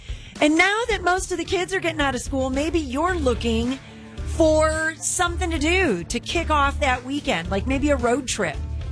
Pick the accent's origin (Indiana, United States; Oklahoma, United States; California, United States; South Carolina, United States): Indiana, United States; moved away; my home state of Indiana